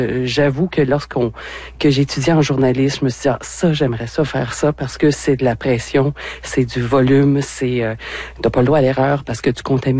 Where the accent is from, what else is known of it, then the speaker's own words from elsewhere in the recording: Saint-Hyacinthe, Quebec, Canada; Je viens du secteur de la Montérégie à Saint-Hyacinthe. Donc, je suis une mascoutaine.